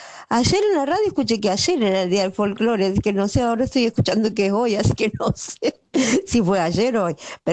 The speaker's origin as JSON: {"language": "Spanish", "region": "Santiago del Estero", "country": "Argentina", "tie": "born there", "also_born_or_lived": "Buenos Aires", "said": "He nacido en la provincia de Santiago del Estero, pero amo todo mi país."}